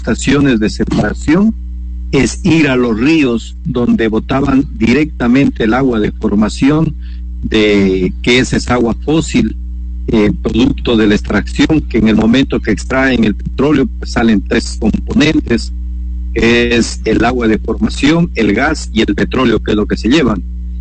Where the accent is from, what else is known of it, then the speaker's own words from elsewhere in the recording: Sucumbíos, Ecuador; born there; yo soy nacido aquí en La Guario, justamente nací a unos 200 metros del segundo pozo que perforó Texaco aquí en la Amazonía en el año de 1967.